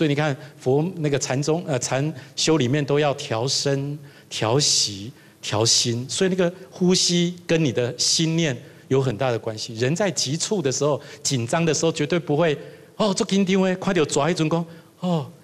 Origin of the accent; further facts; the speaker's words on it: Taiwan; born there; 我生在台湾呢，